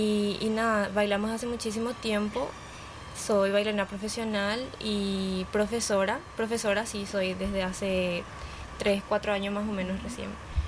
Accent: San Lorenzo, Central, Paraguay; nosotras somos de la ciudad de San Lorenzo.

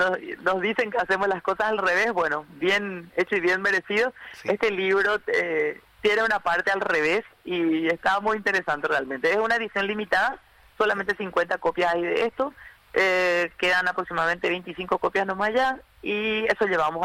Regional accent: Villarrica, Guairá, Paraguay; Villarrica, somos de la República del Guairá

